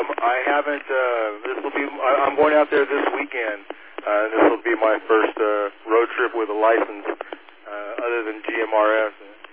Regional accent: Blythe, California, United States; moved away; I'm born and raised in Blythe. So I know Black Mountain well.

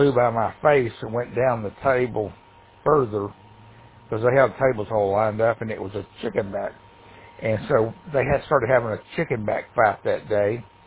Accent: Tennessee, United States; born there; also born or lived in Chattanooga, Tennessee / Hendersonville, Tennessee; we moved from Chattanooga up to near Nashville, up to Hendersonville, when I was in sixth grade

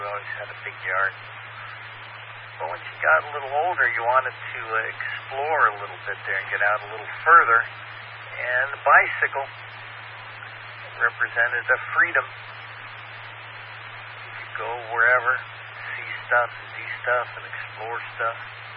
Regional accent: Los Angeles, California, United States; now in Garden Grove, United States; as a wee lad that growing up out there in the San Fernando Valley

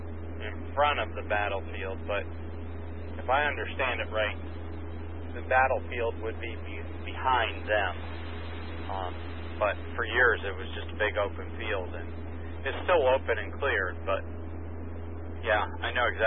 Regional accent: New York, United States; moved away; Growing up on Lake Erie

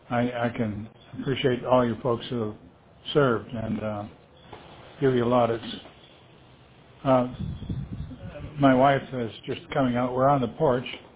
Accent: Wisconsin, United States; And I grew up in the Midwest in Wisconsin, so I know all the Midwest.

